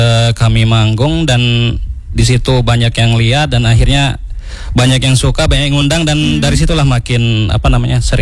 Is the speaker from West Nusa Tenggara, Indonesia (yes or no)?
yes; West Nusa Tenggara, Indonesia; itu benar-benar apa ya, yang ngundangnya itu emang desa saya kayak gitu. Saya lahir di sana, saya besar di sana. Setelah kebetulan ada satu lagu saya bahasa Lombok itu meledak di sana.